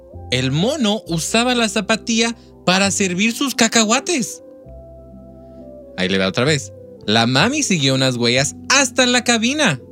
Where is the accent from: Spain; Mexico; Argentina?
Mexico; Veracruz; Yo soy de Veracruz.